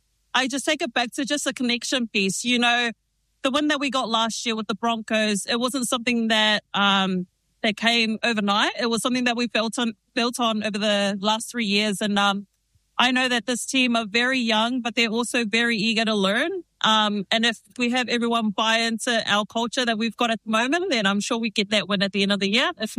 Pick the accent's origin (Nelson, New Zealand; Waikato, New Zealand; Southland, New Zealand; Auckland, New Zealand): Auckland, New Zealand; Yeah, so I'm born and raised in South Auckland. We were actually raised in Mangere, and then we've been staying in Otara for like the last 26 years.